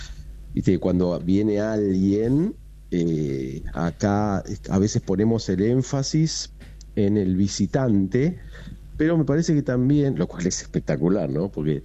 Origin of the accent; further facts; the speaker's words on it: Argentina; todos como argentinos, que somos un pueblo hospitalario